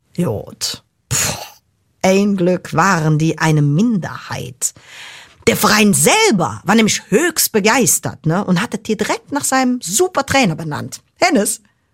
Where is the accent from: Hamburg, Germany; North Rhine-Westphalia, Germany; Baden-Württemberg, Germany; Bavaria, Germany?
North Rhine-Westphalia, Germany; Cologne; Oh, Kölle. Wenn ich so an mein Heimat denke und sinde do, oh, Entschuldigung, also.